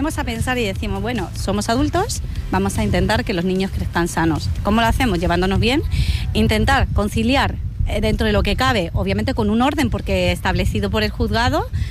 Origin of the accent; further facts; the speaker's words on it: Chile; now in Spain; Bueno, somos chilenos realmente.